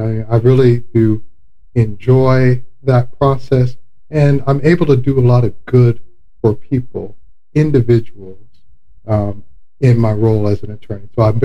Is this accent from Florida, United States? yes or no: yes; Florida, United States; So I'm from South Florida, so if you're able to pick up on that accent, kudos for you. Now, growing up in South Florida